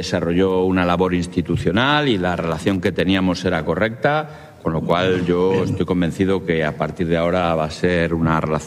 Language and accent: Spanish; Salamanca, Castile and León, Spain; Es, yo soy salmantino.